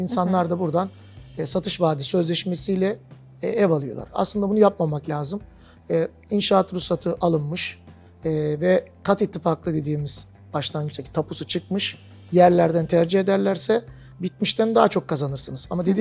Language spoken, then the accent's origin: Turkish; Istanbul, Turkey; born there; also born or lived in Bursa; now in Izmir, Turkey; Ben 20.01.1980 İstanbul doğumluyum. Hı hı. Uzun yıllar Bursa'da yaşadım. İstanbul'da da 97'den 2004'e kadar Tahtakale dediğimiz bölgede ticaretle uğraştım.